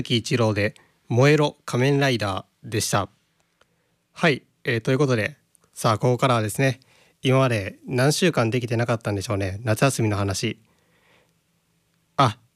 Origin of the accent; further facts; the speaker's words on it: Okayama, Japan; 私の地元岡山